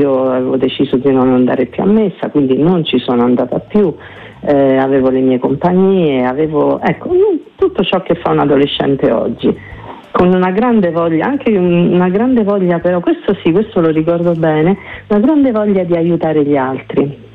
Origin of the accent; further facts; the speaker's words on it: Abruzzo, Italy; E io sono abruzzese, sono massicana, quindi abbastanza determinata.